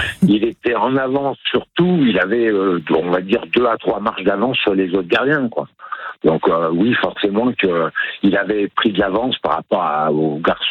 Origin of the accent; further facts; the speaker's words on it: France; On est Français avant tout, quand même.